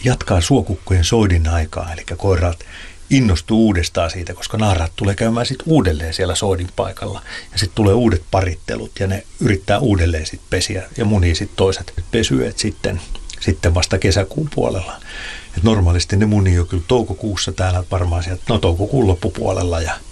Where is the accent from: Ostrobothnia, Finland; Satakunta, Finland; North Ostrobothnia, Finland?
Satakunta, Finland; Pori; Mä muistan 80-luvulla, kun mä olen Porista kotoisin